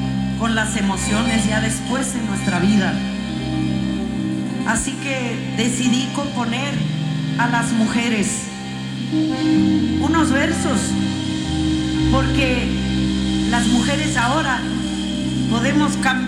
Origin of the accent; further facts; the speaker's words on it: Tlaxiaco, Oaxaca, Mexico; born there; Aquí en mi pueblo